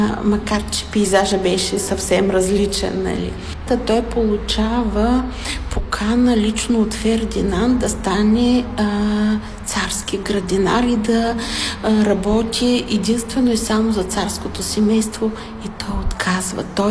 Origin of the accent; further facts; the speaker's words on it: Varna, Varna Province, Bulgaria; Аз съм от Аспарухово